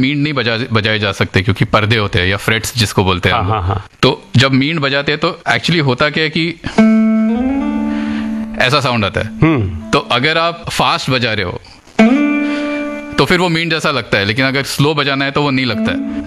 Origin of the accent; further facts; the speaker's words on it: Mumbai, Maharashtra, India; बचपन में तो मैं मुंबई में ही था, मेरे पापा हिंदुस्तान पेट्रोलियम में इंजीनियर थे